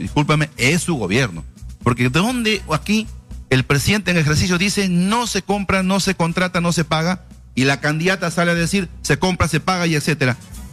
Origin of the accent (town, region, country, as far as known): Peru